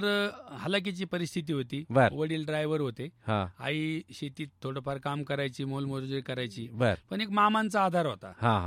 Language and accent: Marathi; Pimpalgaon Ujjaini, Maharashtra, India; मी पिंपळगाव उज्जैन येथील रहिवाशी असून मी पिंपळगाव उज्जैन येथे 10th शिक्षण घेतलं.